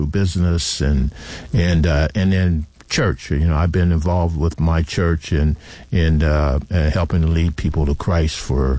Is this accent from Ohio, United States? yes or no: yes; East Liverpool, Ohio, United States; moved away as an adult; East Liverpool, Ohio is my hometown.